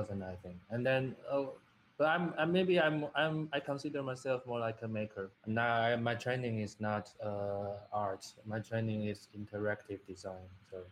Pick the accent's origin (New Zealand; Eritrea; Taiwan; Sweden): Taiwan; I'm from Taiwan.